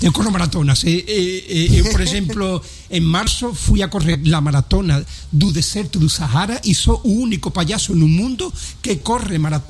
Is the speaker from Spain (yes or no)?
yes; Spain; Portuguese is a second language; now in Portugal; eu sou espanhol e durmo a siesta